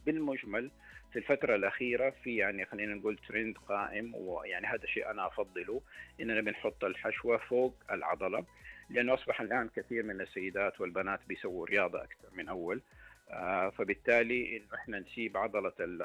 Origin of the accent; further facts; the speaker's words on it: Saudi Arabia; هي أحد العمليات يمكن الأكثر شيوعا سواء عندنا في السعودية حقيقة أو حتى عالميا